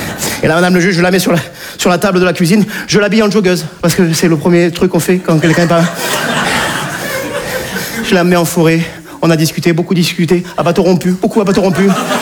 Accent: Nice, Provence-Alpes-Côte d'Azur, France; Et je suis niçois, je ne fais pas partie de ces sudistes qui tapent sur les Parisiens, pas du tout.

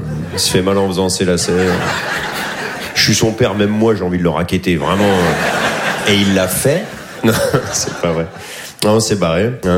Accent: Bondy, Île-de-France, France; Je suis né à Paris, moi j'ai grandi à Bondy dans le 9-3.

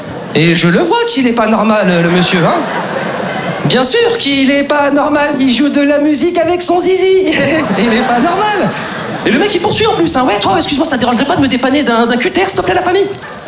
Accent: Lyon, Auvergne-Rhône-Alpes, France; elle me dit « … t'es d'où? T'es de Paname ?» Je dis « Non, je suis de Lyon. »

